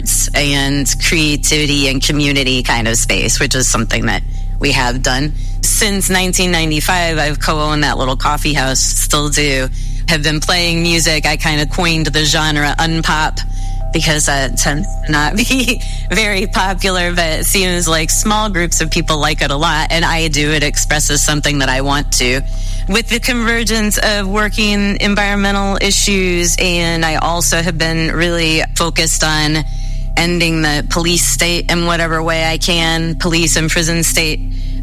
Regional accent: Ohio, United States; now in Madison, Wisconsin, United States; I am in Madison, Wisconsin. So I grew up in Ohio, and I guess I was sort of in a regular white middle class family

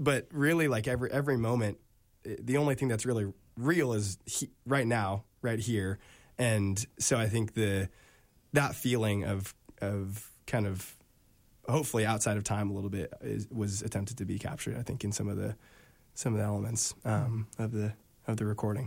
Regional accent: the Bay Area, California, United States; I'm from the Bay Area.

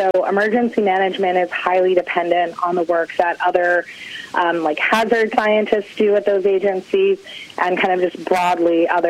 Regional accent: Maine, United States; born or raised there

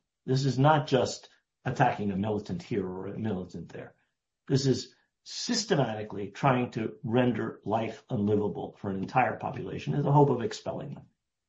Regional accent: United States; I grew up in the United States

